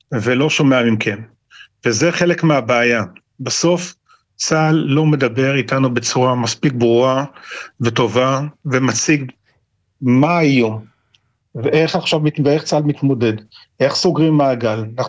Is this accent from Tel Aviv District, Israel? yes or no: no; Kfar Aza, Southern District, Israel; אני גם כילד וגם כבאדם בוגר בקיבוץ כפר עזה עם ילדיי